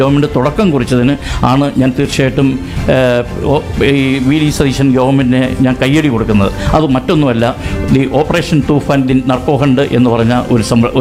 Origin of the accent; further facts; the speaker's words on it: Kerala, India; ഞാൻ ഒരു ഇന്ത്യക്കാരനാണ്. അപ്പോൾ കേരളവും ഗോവയും ഒക്കെ തന്നെ എൻ്റെ നാട് തന്നെയാണ്.